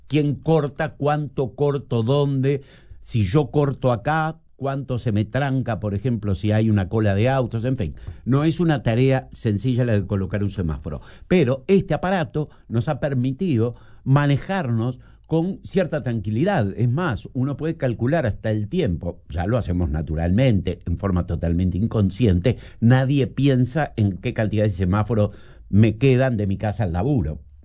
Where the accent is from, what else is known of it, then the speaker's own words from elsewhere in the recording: Montevideo, Uruguay; hablo de Montevideo porque es la ciudad donde nací y viví hasta el día de hoy